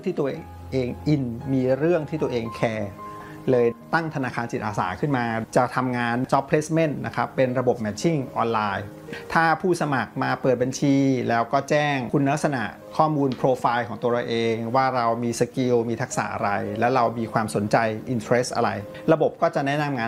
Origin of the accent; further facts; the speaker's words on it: Bangkok, Thailand; เป็นเด็กกรุงเทพครับเกิดและโตที่กรุงเทพที่บ้านได้ให้ความสำคัญกับการเรียนรู้มาก